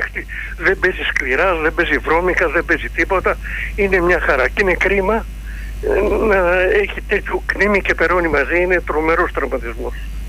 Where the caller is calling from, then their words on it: Attica, Greece; από τα Βόρεια Προάστια.